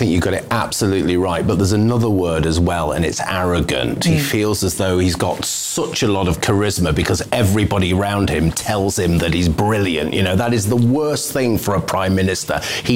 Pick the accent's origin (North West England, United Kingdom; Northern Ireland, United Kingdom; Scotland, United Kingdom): North West England, United Kingdom; Manchester; No, it wasn't. I'm from Manchester, I know.